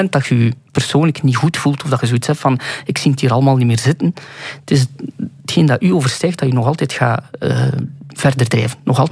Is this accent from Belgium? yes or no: yes; Sint-Niklaas, Flanders, Belgium; born or raised there